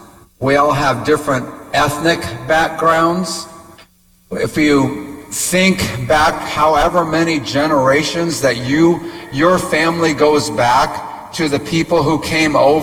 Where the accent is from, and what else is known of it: United States